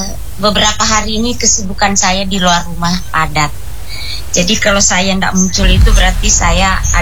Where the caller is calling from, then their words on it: Samarinda, East Kalimantan, Indonesia; sebagai warga Samarinda dan Kaltim pada khususnya.